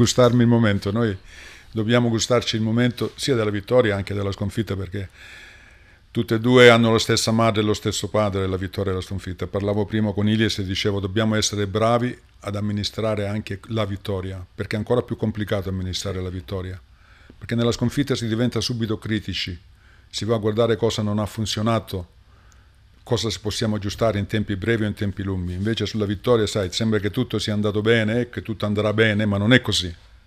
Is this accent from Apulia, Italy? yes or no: yes; Apulia, Italy; perché io sono salentino della Puglia e vedo che ci sono tante connotazioni che ci legano